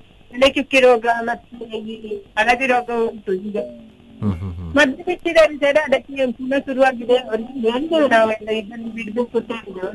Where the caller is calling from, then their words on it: Puttur, Karnataka, India; ನಾನು ಪುತ್ತೂರಿನಿಂದ … ಮಾತಾಡ್ತಿದ್ದೆ.